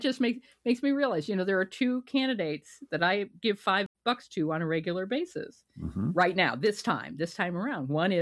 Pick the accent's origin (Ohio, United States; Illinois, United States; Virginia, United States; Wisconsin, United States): Ohio, United States; Kent; also born or lived in Ravenna; And so I come from a lot of Ohioans. I was born in Ravenna, raised in Kent, and May 4th just happened, May 4th, 1970.